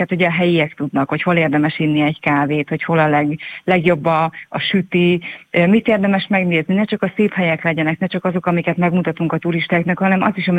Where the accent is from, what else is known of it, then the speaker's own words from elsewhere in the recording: Miskolc, Borsod-Abaúj-Zemplén, Hungary; born there; Miskolcon születtem